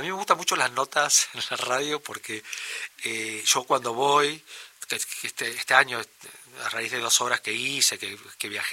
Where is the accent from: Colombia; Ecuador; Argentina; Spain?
Argentina; San Juan; yo que soy sanjuanino.